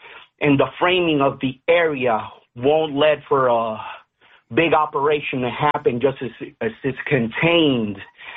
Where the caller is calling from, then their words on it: Puerto Rico; I'm calling here from the Caribbean and from Puerto Rico